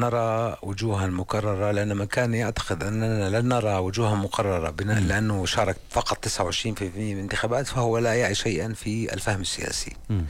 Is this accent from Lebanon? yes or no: no; Jordan; يؤذيني كأردني